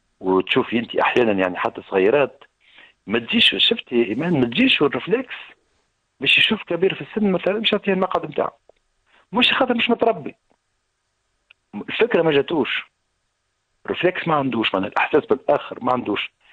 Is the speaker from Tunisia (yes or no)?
yes; Tunisia; أيضا التربية عندنا في تونس مبنية إلى المجهول